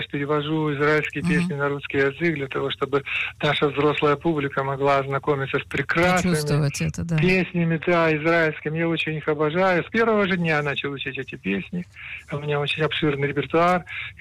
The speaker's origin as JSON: {"language": "Russian", "country": "Ukraine", "moved": "yes", "lives_now": "Israel", "said": "Я сам с Украины."}